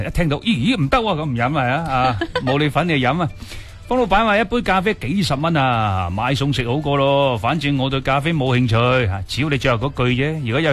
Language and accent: Cantonese; Guangdong, China; 就饮我哋广东人咧饮汤多咯。